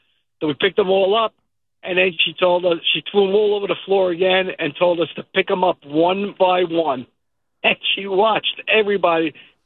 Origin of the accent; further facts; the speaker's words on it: New York, United States; I went to a Catholic grammar school in the late 60s in Williamsburg, Brooklyn.